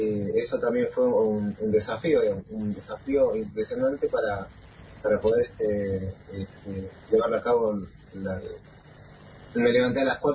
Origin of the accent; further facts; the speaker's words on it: Salta, Argentina; born there; now in El Calafate, Argentina; yo soy de Salta. Nací en Salta